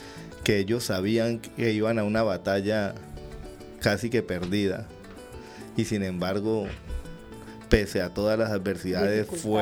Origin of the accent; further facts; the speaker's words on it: Arauca, Colombia; por eso somos llaneros, ¿no? Y se estableció esa cultura de caballo, toro y jinete aquí en esta región. Somos evidentemente colombo-venezolanos, porque pues nuestra familia más de la mitad está en Venezuela.